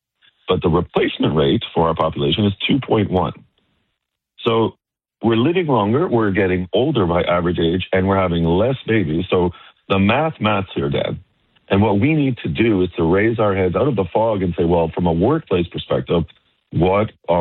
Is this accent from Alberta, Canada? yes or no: no; Hamilton, Ontario, Canada; And I grew up in Hamilton, Ontario, and I recall those commercials vividly.